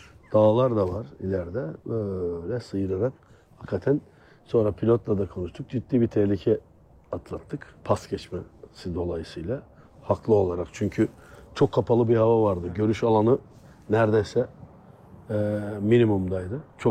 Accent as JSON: {"language": "Turkish", "region": "Adana", "country": "Turkey", "said": "Adanalıyım ben."}